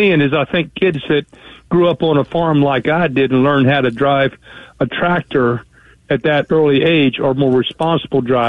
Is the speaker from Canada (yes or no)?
no; Searsville, United States; from where I grew up in Searsville